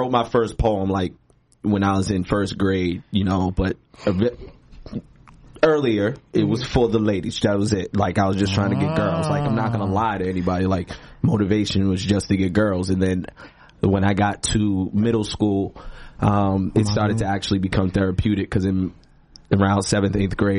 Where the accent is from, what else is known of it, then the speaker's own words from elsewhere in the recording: Boston, Massachusetts, United States; So I'm born and raised in Roxbury, right there near, in between Dudley and Ruggles, right there in Madison.